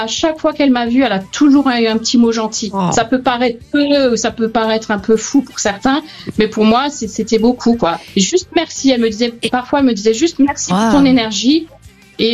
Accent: Grand Est, France; now in Var, France; Alors moi, je suis d'origine d'Alsace et depuis 5 ans, j'habite dans le Var.

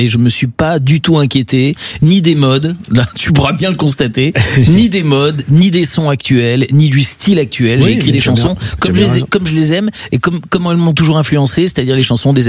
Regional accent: Grand Est, France; Voilà, on est dans le sud-ouest, tu vois. Moi, je suis de l'Aligo, de la Lorraine.

